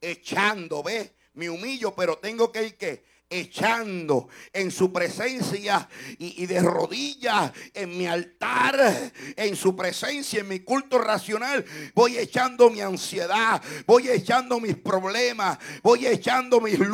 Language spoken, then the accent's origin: Spanish; Puerto Rico; Es un dicho que dice en mi país Puerto Rico.